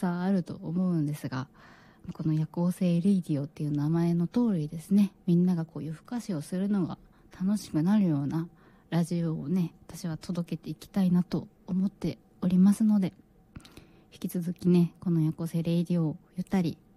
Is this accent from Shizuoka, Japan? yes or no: no; Aomori, Japan; moved away; まだ私実家というか地元の青森にいたんですけども